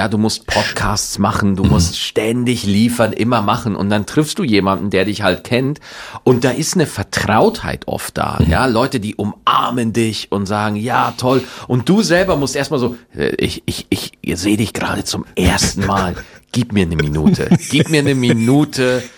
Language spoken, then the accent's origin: German; Bavaria, Germany; born or raised there